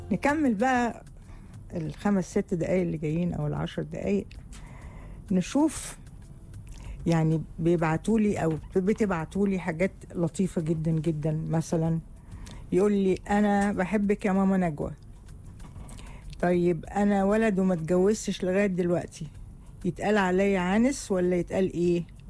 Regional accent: Saudi Arabia; من السعوديه.

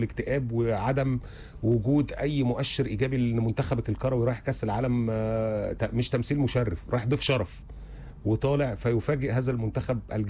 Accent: Egypt; احنا اصلا كمصريين

